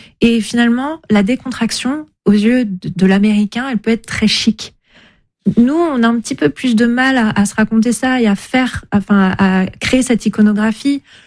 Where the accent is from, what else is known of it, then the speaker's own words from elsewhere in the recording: France; Chez nous, en France, on ne sait pas très bien s'approprier cet univers-là.